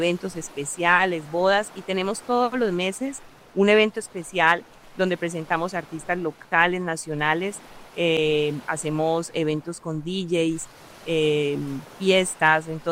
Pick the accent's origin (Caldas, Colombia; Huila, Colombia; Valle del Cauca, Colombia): Valle del Cauca, Colombia; somos vallecaucanos